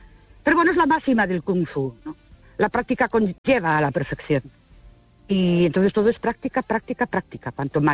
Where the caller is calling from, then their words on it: Ourense, Galicia, Spain; de Ourense.